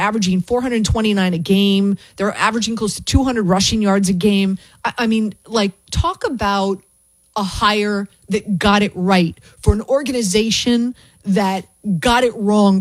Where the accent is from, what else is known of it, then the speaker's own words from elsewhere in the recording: Florida, United States; Number one is I grew up in South Florida. I went through Hurricane Andrew.